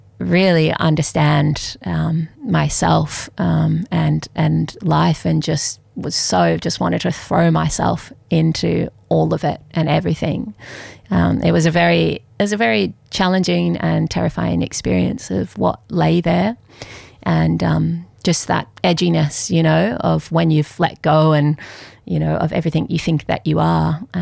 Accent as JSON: {"language": "English", "town": "Melbourne", "region": "Victoria", "country": "Australia", "tie": "born or raised there", "moved": "yes", "said": "growing up in Melbourne"}